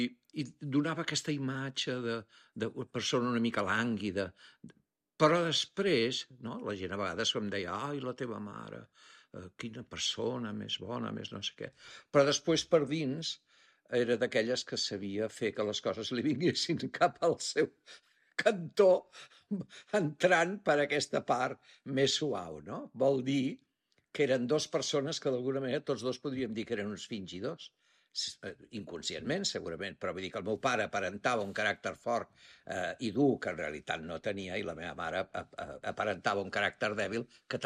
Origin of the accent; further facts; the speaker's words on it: Barcelona, Catalonia, Spain; El meu barri era d'aquells que quan ens anàvem al centre dèiem anem a Barcelona, eh? Perquè al principi allò era com les afores.